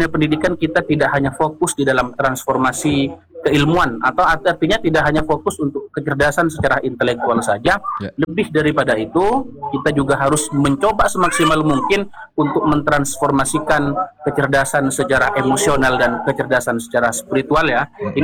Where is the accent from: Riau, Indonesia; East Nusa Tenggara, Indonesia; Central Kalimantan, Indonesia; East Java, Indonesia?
East Java, Indonesia; Madura; kita orang Madura kan masih memegang teguh terhadap falsafah orang Madura ya.